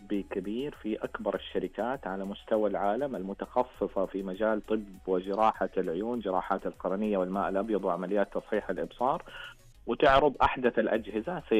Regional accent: Saudi Arabia; احنا عندنا في السعودية

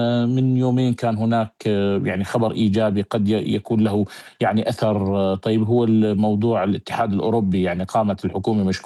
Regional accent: Syria; ولكن كما يعني قلنا لابد نحن كسوريين سواء المنظمات والناس أن تلجأ إلى العودة إلى الأساس وهو الإنتاج

